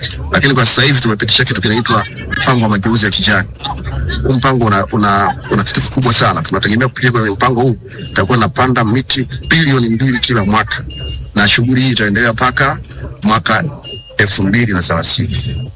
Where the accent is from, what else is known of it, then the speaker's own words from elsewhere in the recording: Tanzania; ya mimi ni Mtanzania.